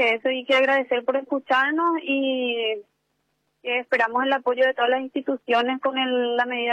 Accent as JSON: {"language": "Spanish", "town": "Villa Hayes", "region": "Presidente Hayes", "country": "Paraguay", "said": "Nosotros, por ejemplo, somos de Villa Ayer."}